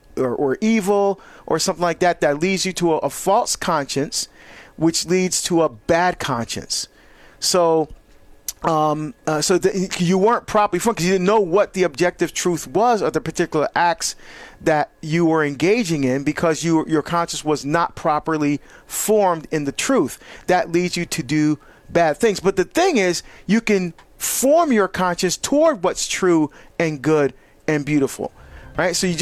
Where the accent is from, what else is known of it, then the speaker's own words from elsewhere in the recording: Barbados; That my mom, we're from Barbados, my mom used to make that, and oh, I just loved it.